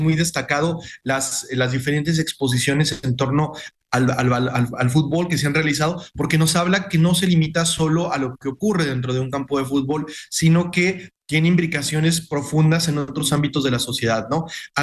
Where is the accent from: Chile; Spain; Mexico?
Mexico; nosotros como comunidad, como mexicanos.